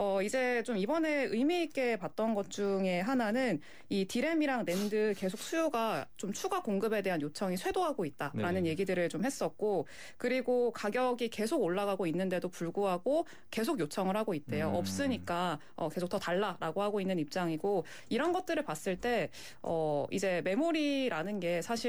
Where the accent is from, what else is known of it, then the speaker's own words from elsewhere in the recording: South Korea; 이게 약간 또 아무래도 한국 사람이다 보니까 심리가 네.